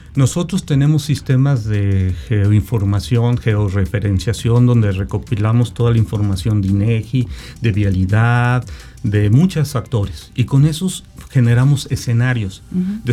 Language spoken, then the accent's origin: Spanish; San Luis Potosí, Mexico